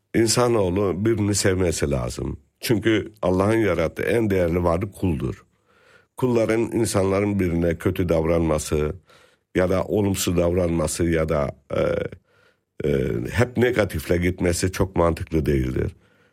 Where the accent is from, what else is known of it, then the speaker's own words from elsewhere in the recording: Pazarcık, Kahramanmaraş, Turkey; now in Germany; Biz orada doğduk, orada büyüdük.